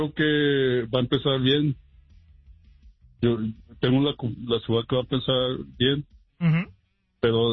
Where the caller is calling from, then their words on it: El Paso, Texas, United States; Desde El Paso.